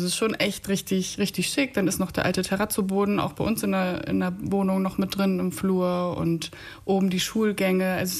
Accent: Hamburg, Germany; Genau, also wir kommen eigentlich aus Hamburg

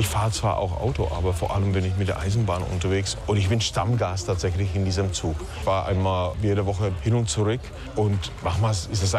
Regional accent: Lomnice nad Popelkou, Liberec Region, Czechia; Letztendlich in der Stadt, wo ich aufgewachsen bin, Lomnice nad Popelkou, gab es die erste Brauerei schon im 15. Jahrhundert.

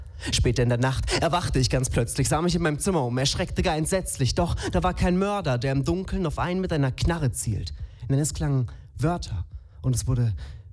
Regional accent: Warstein, North Rhine-Westphalia, Germany; also born or lived in Hamburg; now in Vienna, Austria; Ich bin auch gar nicht im Norden geboren, auch nicht in Wien, sondern in Warstein.

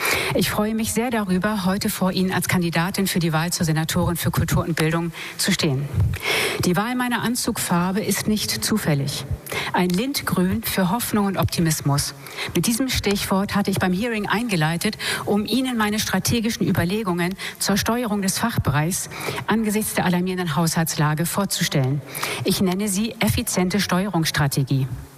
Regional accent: Lübeck, Schleswig-Holstein, Germany; born or raised there

